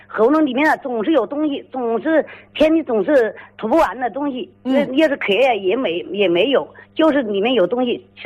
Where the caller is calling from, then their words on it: Jiayu, Hubei, China; 我是排州嘉鱼排州镇。